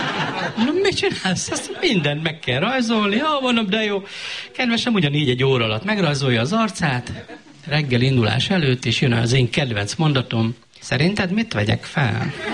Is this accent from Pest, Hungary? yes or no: no; Miskolc, Borsod-Abaúj-Zemplén, Hungary; én meg miskolci vagyok